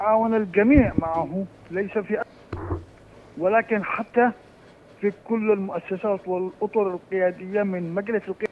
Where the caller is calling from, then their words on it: Abyan, Yemen; أنا من أبيان برضو.